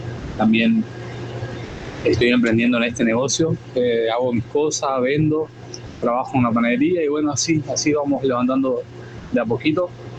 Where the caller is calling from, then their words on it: Santa Catarina, Brazil; acá de Brasil, Santa Catarina. Trabajando como siempre acá en la panadería